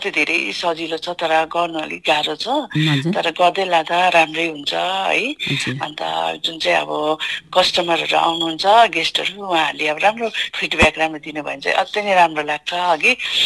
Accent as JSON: {"language": "Nepali", "region": "West Bengal", "country": "India", "said": "मेरो मारिबुङ T street."}